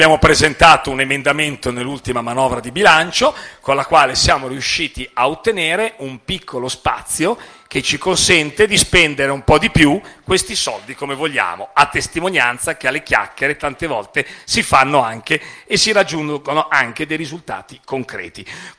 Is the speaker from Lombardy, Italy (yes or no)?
yes; Lombardy, Italy; io devo essere messo nelle condizioni, visto che sono lombardo, visto che sono segretario della Lega Lombarda